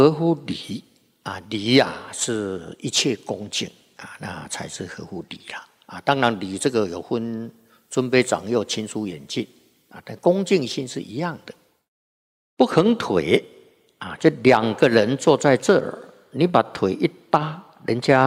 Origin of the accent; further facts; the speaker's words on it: Taiwan; 我们台湾这些本地的人